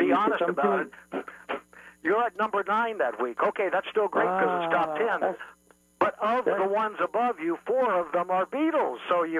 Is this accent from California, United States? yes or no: yes; Los Angeles, California, United States; On KRLA, my favorite radio station when I was growing up in Los Angeles